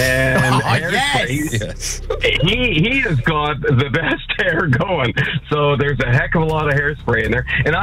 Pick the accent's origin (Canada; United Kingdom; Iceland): Canada; Vancouver, British Columbia; Originally from Vancouver, Canada.